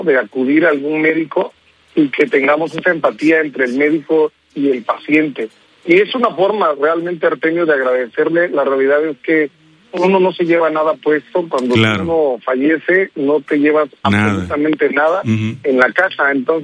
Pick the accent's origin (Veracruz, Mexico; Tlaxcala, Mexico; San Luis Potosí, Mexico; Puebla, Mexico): Veracruz, Mexico; Yo soy de aquí, de Veracruz